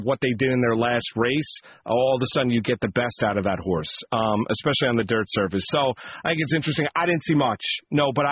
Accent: East Coast, United States; I grew up on the East Coast. I didn't grow up out in Southern California.

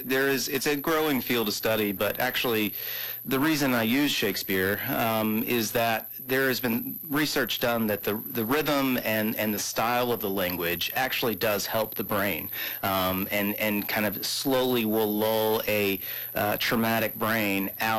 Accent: Little Rock, Arkansas, United States; moved away; I'm from Little Rock, Arkansas. I came to Market House about a year ago

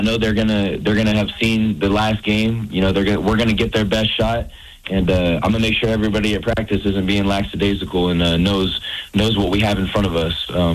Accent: Oklahoma, United States; born there; So I'm a huge NBA fan. So and I was born in Oklahoma, a huge Oklahoma Sooners fan growing up, and Oklahoma City Thunder fan.

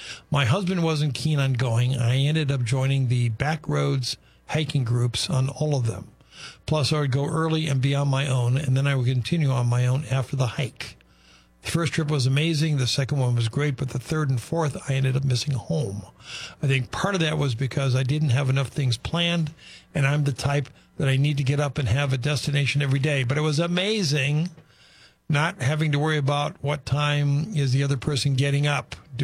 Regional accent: Scotland, United Kingdom; and I'm Scottish

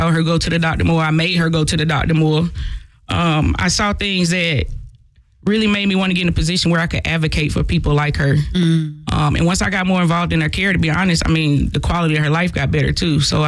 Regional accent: Winston-Salem, North Carolina, United States; So I'm born and raised in Winston

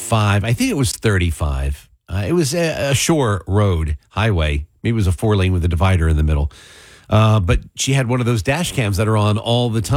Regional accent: Mays Landing, New Jersey, United States; so I grew up in Mays Landing

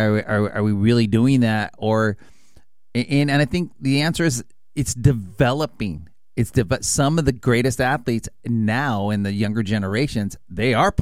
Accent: United States

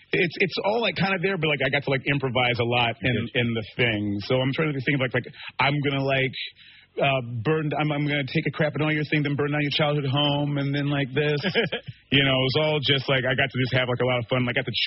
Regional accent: Ghana; they wrote the character with me in mind because they know that I'm Ghanaian. Mm-hmm. My mother's Ghanaian.

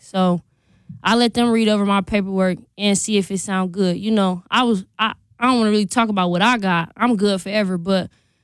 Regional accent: Milwaukee, Wisconsin, United States; I'm from Milwaukee, Wisconsin, obviously. And I'm born on the east side.

